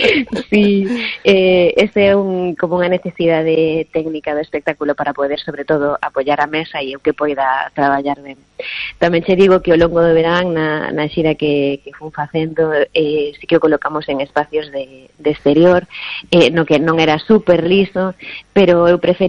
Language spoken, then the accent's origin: Galician; Laracha, Galicia, Spain; o lugar donde eu son, de Laracha.